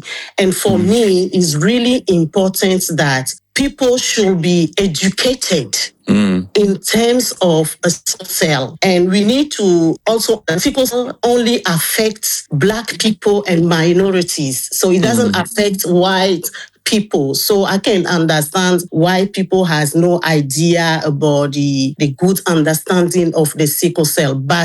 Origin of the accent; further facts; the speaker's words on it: Togo; now in London, United Kingdom; back home, I'm originally from Togo.